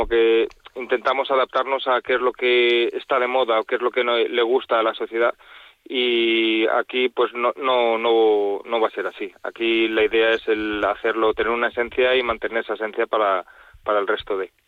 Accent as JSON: {"language": "Spanish", "town": "Madrid", "region": "Community of Madrid", "country": "Spain", "lives_now": "Urueña, Spain", "said": "yo no soy de Valladolid y llevo viviendo en Urueña un mes, entonces tampoco te puedo decir mucho qué es lo que hay. Yo vengo de Madrid"}